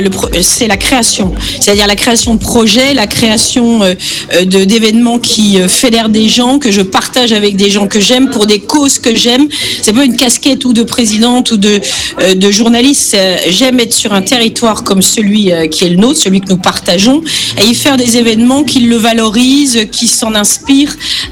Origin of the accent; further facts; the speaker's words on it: Saint-Tropez, Provence-Alpes-Côte d'Azur, France; now in Ramatuelle, France; Alors, je suis 100% tropézienne et j'habite à Ramatuelle. C'est vrai que mon cœur bat pour Saint-Tropez